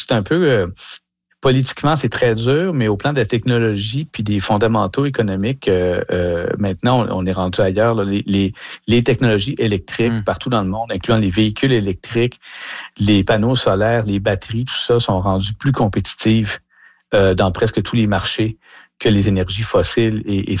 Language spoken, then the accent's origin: French; Canada; mais aussi chez nous au Canada, hein, parce que le récit qu'on se fait de la question du climat maintenant au pays